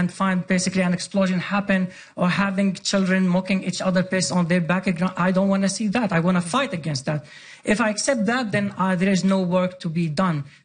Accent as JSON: {"language": "English", "country": "Sweden", "tie": "born or raised there", "said": "because I grew up in Sweden."}